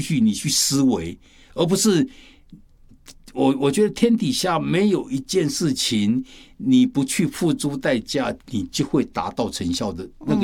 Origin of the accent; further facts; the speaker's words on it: China; 我们中国人